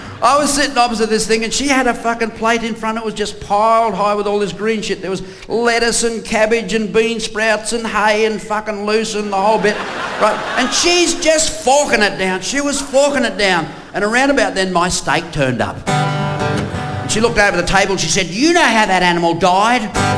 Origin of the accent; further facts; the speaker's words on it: Kalgoorlie, Western Australia, Australia; Because I grew up in Kalgoorlie